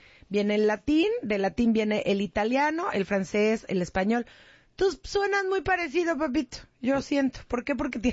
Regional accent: Mexico

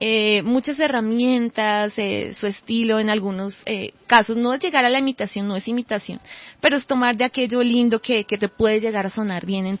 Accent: Bogotá, Colombia; a pesar de que soy cachaca

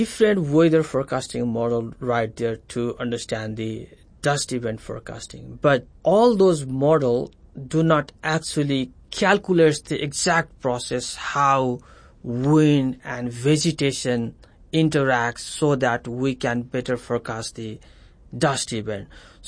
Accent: Nepal; English is a second language; now in United States; And by the way, I'm from Nepal, and this has been an independent country since history, you know.

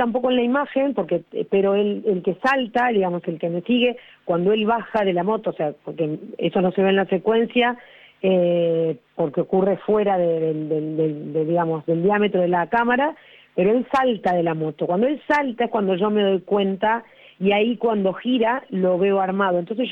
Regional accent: Quilmes, Buenos Aires Province, Argentina; mi distrito donde vivo desde que nací, porque si bien... O sea, yo nunca me fui de Quilmes, y el barrio cerrado en el que viví también era en Quilmes. Digo, siempre viví allí.

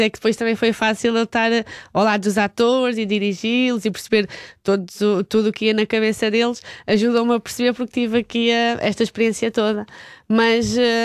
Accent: Elvas, Alentejo, Portugal; moved away as an adult; now in Lisbon, Portugal; Eu também vim de Elvas para Lisboa, tinha 20€ no bolso e ninguém acreditou em Elvas que eu ia conseguir fazer nada em Lisboa, achavam todos que ia voltar.

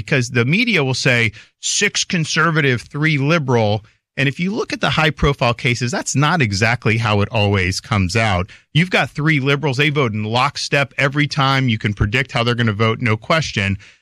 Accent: Dunedin, Florida, United States; partially because I grew up in Dunedin, Florida. West coast of Florida was founded by Scots.

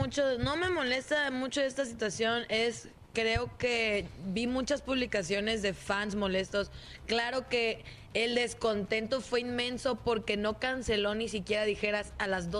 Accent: Mexico; a nosotros como mexicanos

